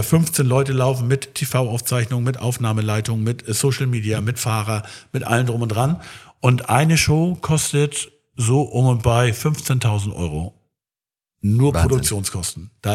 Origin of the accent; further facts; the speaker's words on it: Schleswig, Schleswig-Holstein, Germany; born there; Ich komme ja aus Schleswig, also ich bin ja geboren in Schleswig.